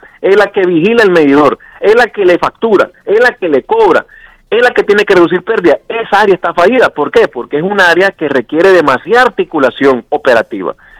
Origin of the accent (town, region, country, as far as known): Honduras